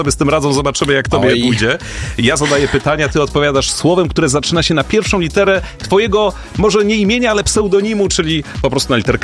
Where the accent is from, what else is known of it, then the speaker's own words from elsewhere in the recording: Łódź, Łódź Voivodeship, Poland; Jestem z Łodzi.